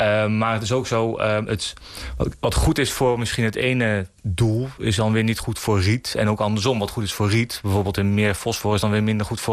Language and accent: Dutch; Sint Jansklooster, Overijssel, Netherlands; Ja, ik kom zelf uit het Sint-Jansklooster.